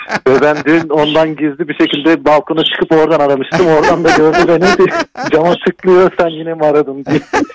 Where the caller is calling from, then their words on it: Antalya, Turkey; ben Antalya'dan.